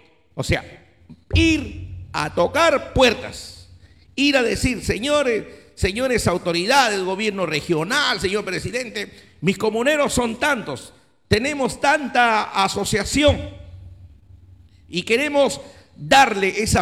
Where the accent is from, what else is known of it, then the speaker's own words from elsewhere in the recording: Olmos, Lambayeque, Peru; necesito dinero para hacer obras para mi pueblo de Olmos.